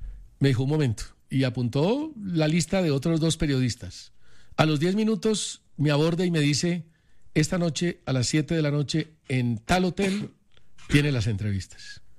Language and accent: Spanish; Colombia; éramos tres colombianos, cuatro